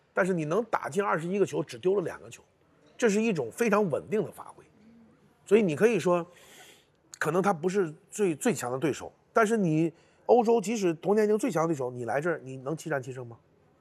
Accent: China; 他不会认为我们中国人会走得多远。

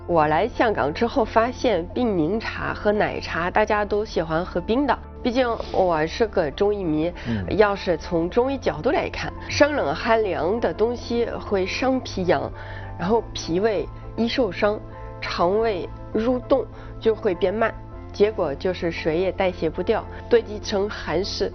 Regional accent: France; 其实我们法国人就不爱吃糖

